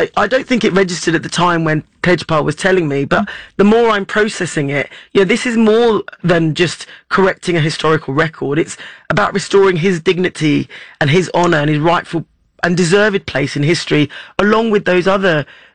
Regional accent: England, United Kingdom; because I'm English born, you know, I was born in England, the only one of my siblings that was born here.

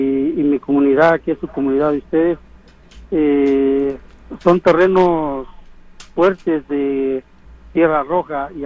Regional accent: Magdalena Jaltepec, Oaxaca, Mexico; Entonces, Nochistlán tiene sus pueblos y yo soy del pueblo de Magdalena, Jaltepec.

